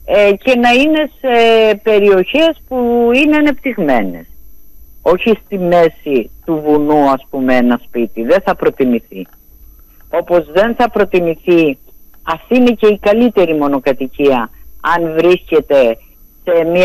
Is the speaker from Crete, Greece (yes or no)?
yes; Crete, Greece; δεν το λέω γιατί είμαι από την Κρήτη